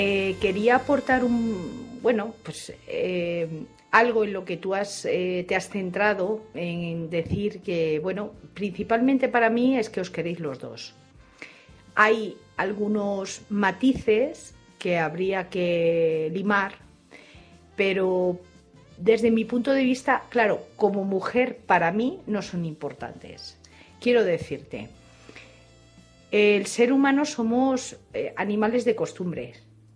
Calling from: Madrid, Community of Madrid, Spain; Buenas noches. … de Madrid.

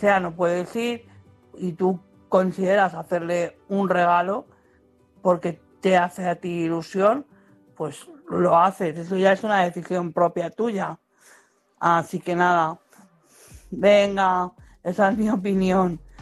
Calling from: Madrid, Community of Madrid, Spain; de Madrid.

